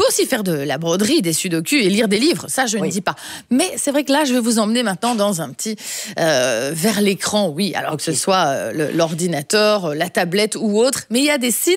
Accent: Wallonia, Belgium; born there; Par exemple, moi, je suis née près de près de Libramont

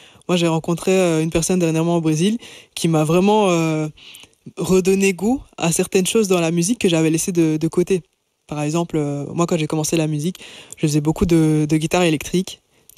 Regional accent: Liège, Wallonia, Belgium; now in Brussels, Belgium; parce que maintenant, de base, je suis liégeoise, mais je dois avouer que j'aime beaucoup Bruxelles.

